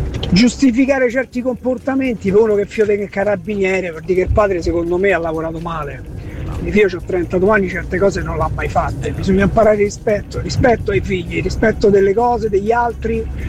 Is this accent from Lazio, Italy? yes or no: yes; Rome, Lazio, Italy; Quasi però Maurizio, tu vieni da Centocelle come io vengo da Centocelle. Nella mia infanzia ho visto gente morire da overdose